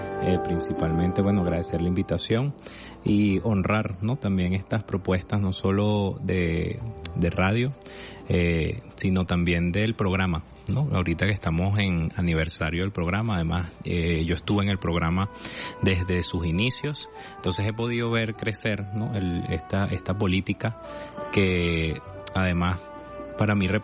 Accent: Venezuela; No solo te respondo además como joven venezolano.

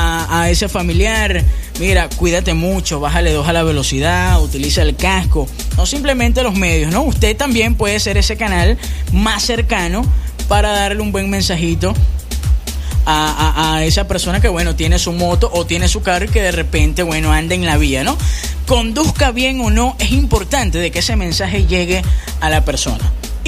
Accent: Ciudad Ojeda, Zulia, Venezuela; Somos la gente de Ciudad Ojeda, es una gente noble, es gente trabajadora, es gente amable, gente sencilla, gente humilde, de buen corazón.

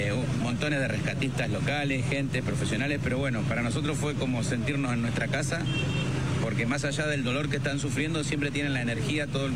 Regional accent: Argentina; somos un grupo de Argentina, se llama AR 13, somos todos bomberos voluntarios de Argentina

